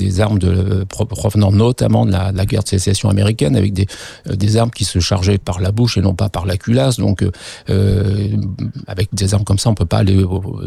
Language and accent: French; Brittany, France; born there; je suis breton de naissance, et je suis toujours breton